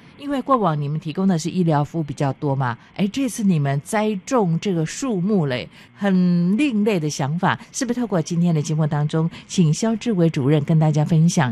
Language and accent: Chinese; Chiayi, Taiwan; 这是在我的老家，在嘉义的基督教医院